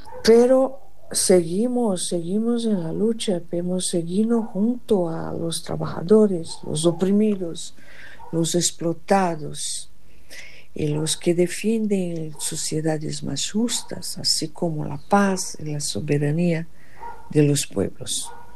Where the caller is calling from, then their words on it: São Paulo, Brazil; de São Paulo, Brasil.